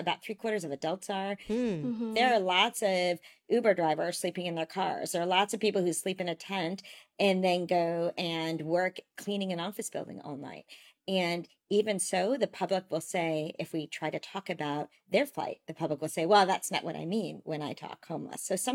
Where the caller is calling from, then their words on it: California, United States; I'm calling in from the Bay Area. And here, like in most of California and the West Coast